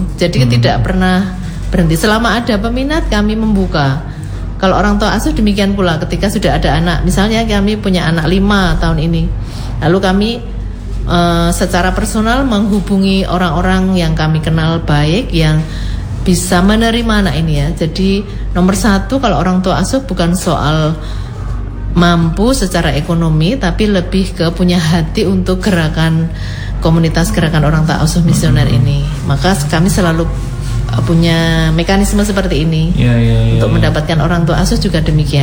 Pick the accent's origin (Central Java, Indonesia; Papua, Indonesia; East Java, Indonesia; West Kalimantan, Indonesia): Central Java, Indonesia; Karanganyar; Saya asli Solo. Saya asli Karanganyar.